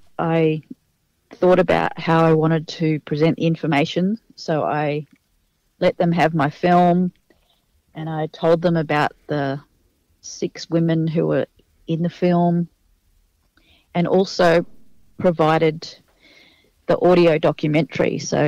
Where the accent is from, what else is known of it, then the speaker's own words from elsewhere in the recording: Australia; I grew up travelling all around Australia